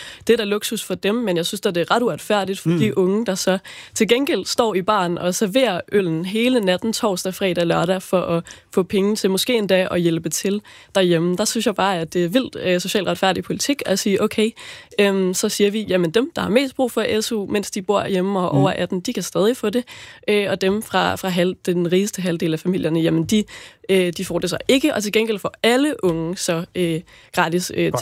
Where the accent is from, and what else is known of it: Aalborg, North Denmark Region, Denmark; born or raised there; moved away